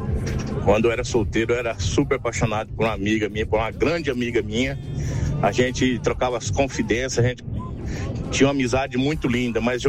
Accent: Pedranópolis, São Paulo, Brazil; now in Fernandópolis, Brazil; Pedranópolis, a cidade onde nasci, criei, cresci.

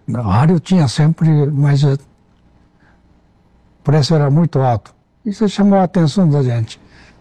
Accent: Japan; Portuguese is a second language; now in Brazil; Era, quando eu saí de Japão, estava empregado já garantido.

